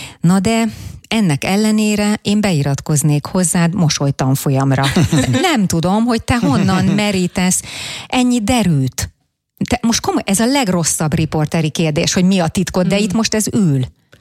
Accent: Szolnok, Jász-Nagykun-Szolnok, Hungary; born there; also born or lived in Jászalsószentgyörgy; én mondjuk Szolnokon

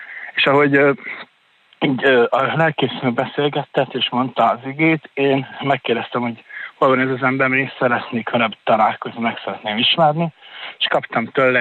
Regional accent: Debrecen, Hajdú-Bihar, Hungary; én Debrecenben nőttem fel egy cigány szegregátumban.

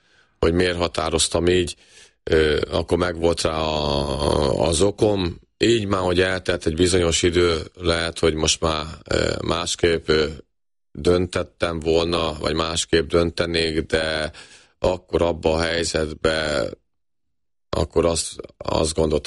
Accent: Kaposvár, Somogy, Hungary; born or raised there

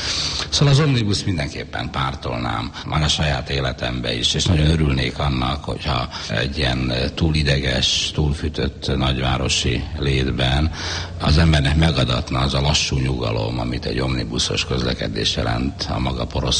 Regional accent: Budapest, Hungary; én személy szerint én egy pesti ember vagyok

